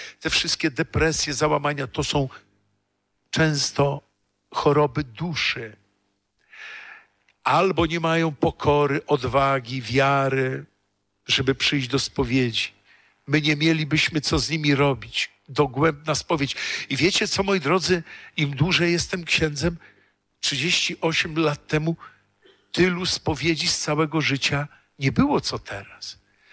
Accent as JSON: {"language": "Polish", "town": "Warsaw", "region": "Masovian Voivodeship", "country": "Poland", "tie": "born or raised there", "said": "Wychowywałem się na warszawskiej Pradze, wiecie, tam Wisła, most Śląsko-Dąbrowski niedaleko, Baza Różyckiego."}